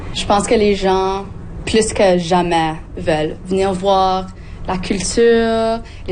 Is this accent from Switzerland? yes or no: no; the Maritimes, Canada; Et je suis des Maritimes, donc c'est vraiment familier puis vraiment confortable pour moi.